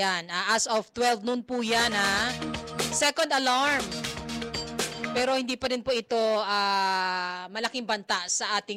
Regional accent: Marikina, Metro Manila, Philippines; Dahil ako po, kung hindi nyo na itatanong, eh, taga Marikina City ako, na ilang beses na rin naka-experience ng mga pagbaha dyan.

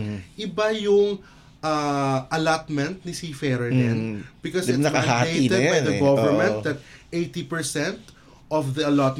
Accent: Panaon, Misamis Occidental, Philippines; Originally from Panaon, Misamis Occidental.

